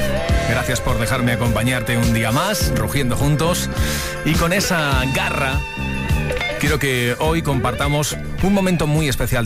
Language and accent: Spanish; Valencia, Valencian Community, Spain; yo soy de Valencia